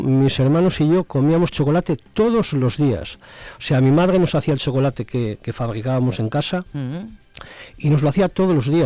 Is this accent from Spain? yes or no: yes; Malva, Castile and León, Spain; soy de Malva, tengo 66 años, y mis padres, Eugenio y Aurelia, eran los últimos chocolateros que hubo en Malva.